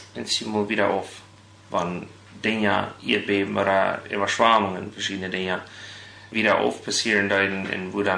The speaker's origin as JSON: {"language": "German", "town": "Rubio", "region": "Chihuahua", "country": "Mexico", "tie": "born or raised there", "said": "Ich bin in Rubio geboren, so dass du von Coctemoc 40 Kilometer nach Norden."}